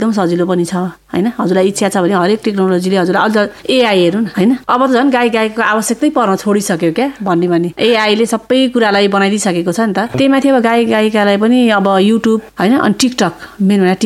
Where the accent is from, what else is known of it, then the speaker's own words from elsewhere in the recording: Chitwan, Bagmati, Nepal; मेरो बाल्यकाल चाहिँ म चितवनमा जन्मिएँ, हुर्किएँ होइन, चितवनको माटोमै म खेले बढेँ